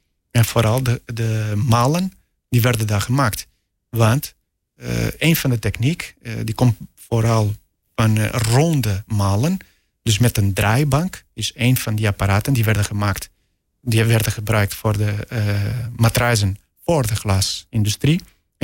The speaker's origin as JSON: {"language": "Dutch", "town": "Marinha Grande", "region": "Leiria District", "country": "Portugal", "tie": "born or raised there", "second_language": "Dutch", "moved": "as an adult", "lives_now": "Netherlands", "said": "Ik kom oorspronkelijk uit Portugal. Uit een stad dat de naam Marinha Grande heet. En die is tussen Lissabon en Porto een beetje. Aan zee, aan de Atlantische Oceaan. En dat is, dus daar ben ik geboren en getogen. Totdat ik naar Nederland kwam met mijn 27 jaar oud."}